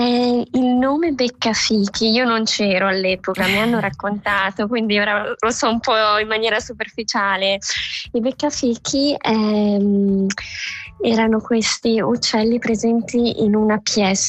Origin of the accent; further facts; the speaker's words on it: Bellinzona, Ticino, Switzerland; now in Zurich, Switzerland; Vengo da Bellinzona e cercavo appunto un gruppo di teatro perché è sempre un po' stata la mia passione